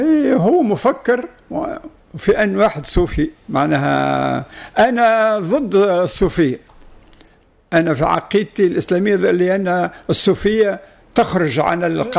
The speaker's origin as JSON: {"language": "Arabic", "country": "Tunisia", "said": "أنا أكتب كتونسي"}